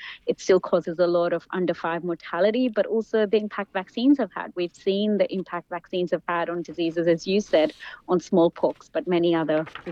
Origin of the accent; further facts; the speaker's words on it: India; now in Australia; I grew up in India